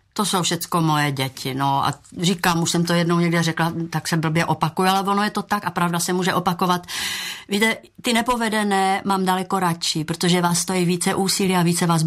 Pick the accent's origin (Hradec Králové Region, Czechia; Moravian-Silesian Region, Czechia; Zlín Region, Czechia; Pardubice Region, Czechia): Moravian-Silesian Region, Czechia; Ostrava; born there; Já jsem chodila do takové sportovní krasobruslářské školy jako dítě v Ostravě.